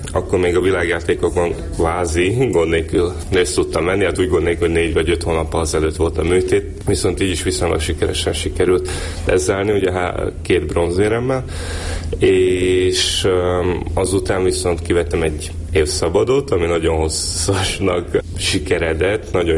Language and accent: Hungarian; Southern Slovakia, Slovakia; ugye én felvidéki származású vagyok, ezért mindig azzal kell ilyenkor utaznom